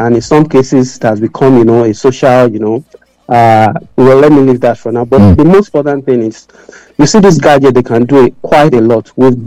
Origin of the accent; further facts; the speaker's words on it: Nigeria; growing up in Nigeria